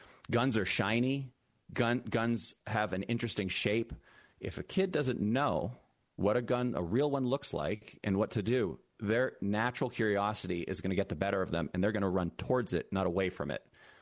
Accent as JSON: {"language": "English", "region": "Massachusetts", "country": "United States", "tie": "born or raised there", "said": "I come from Massachusetts myself. I was raised in Massachusetts. I grew up in communities. I never heard the word gun."}